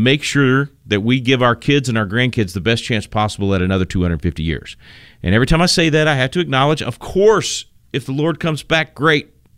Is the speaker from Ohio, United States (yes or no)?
no; Little Rock, Arkansas, United States; right there where I grew up, just right there on Chico Road in Little Rock, Arkansas.